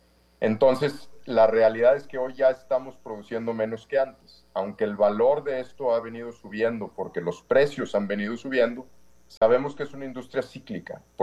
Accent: Mexico

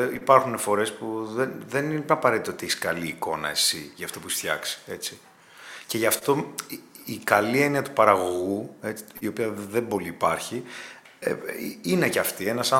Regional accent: Western Greece, Greece; είμαι και σκορπιός και είμαι από την Ηλία.

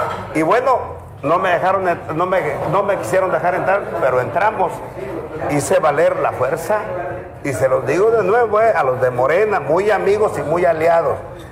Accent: Arteaga, Michoacán, Mexico; born there; moved away; also born or lived in Zihuatanejo, Guerrero; Sí, pero yo nací en un pueblo de Michoacán. Yo nací en Arteaga, Michoacán.

